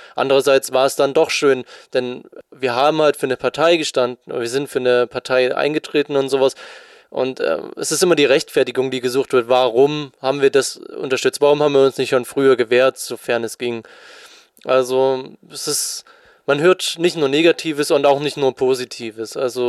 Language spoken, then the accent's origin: German; East Germany, Germany; Also nachdem die Mauer gefallen ist und die DDR aufgelöst wurde, die Vereinigung von Deutschland, hat man in Ostdeutschland schon noch die Sachen gesehen, die man in der DDR gesehen hat. Also graue Häuser, altes Spielzeug und all die Sachen. Damit bin ich schon noch aufgewachsen